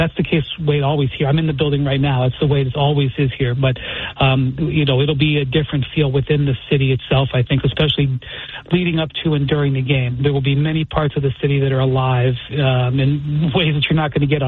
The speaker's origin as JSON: {"language": "English", "region": "Ohio", "country": "United States", "said": "Obviously, I'm from Northeast Ohio"}